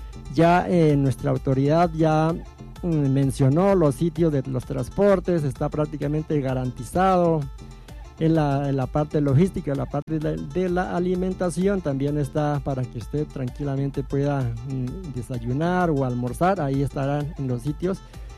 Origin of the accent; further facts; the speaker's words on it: Morales, Cauca, Colombia; somos colombianos, somos moralenses